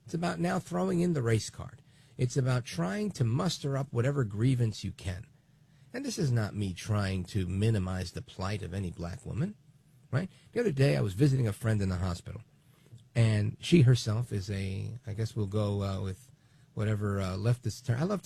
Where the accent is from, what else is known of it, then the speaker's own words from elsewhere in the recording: Brooklyn, New York, United States; born there; My parents are from Puerto Rico. I was born in Brooklyn, but we had one big, happy Puerto Rican family eating pernil.